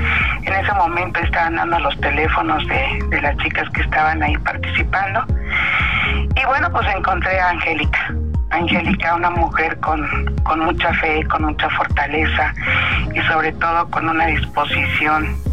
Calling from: Tulancingo, Hidalgo, Mexico; yo tengo 59 años, vivo en Tulancingo, Hidalgo.

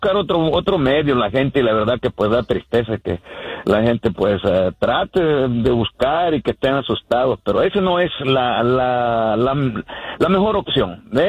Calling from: Houston, Texas, United States; estoy en Houston, me muevo de 20 minutos, digo 20 millas alrededor de la ciudad de Houston

